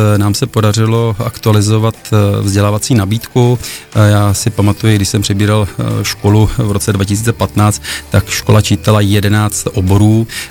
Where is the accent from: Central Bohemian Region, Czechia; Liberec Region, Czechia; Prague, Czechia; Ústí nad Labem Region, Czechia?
Central Bohemian Region, Czechia; Kladno; jsem pyšný jako Kladeňák